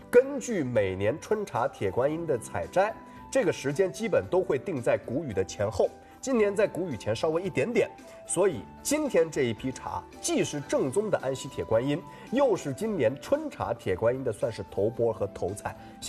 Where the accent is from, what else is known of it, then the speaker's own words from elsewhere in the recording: Fujian, China; 福建省泉州市安溪县大坪乡。 … 作为一个土生土长的福建孩子